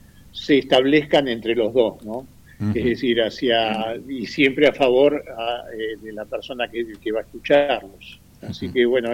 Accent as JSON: {"language": "Spanish", "region": "Buenos Aires", "country": "Argentina", "moved": "as an adult", "lives_now": "General Roca, Argentina", "said": "como familia vinimos aquí en el año 94. Yo soy originalmente de Buenos Aires, de Capital"}